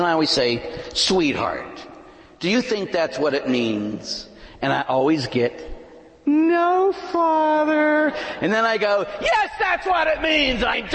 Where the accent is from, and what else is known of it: Pittsburgh, Pennsylvania, United States; born or raised there